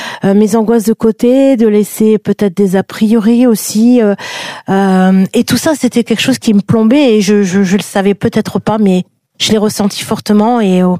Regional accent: Paris, Île-de-France, France; moi je suis de Paris et je suis un peu dans le côté la ville

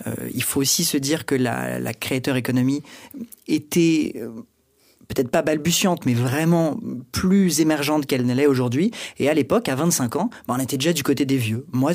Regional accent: Paris, Île-de-France, France; je suis né et j'ai grandi à Paris, d'un père québécois, et donc toute ma famille est au Québec. Donc j'ai vraiment grandi entre ces deux cultures.

